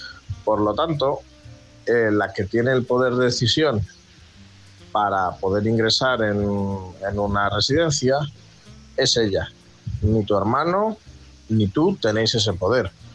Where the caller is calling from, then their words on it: Palencia, Castile and León, Spain; corresponsal de Palencia.